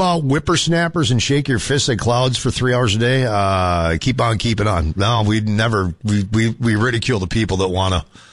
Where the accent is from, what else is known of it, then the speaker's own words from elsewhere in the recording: Minnesota, United States; Man, my home state. What has happened?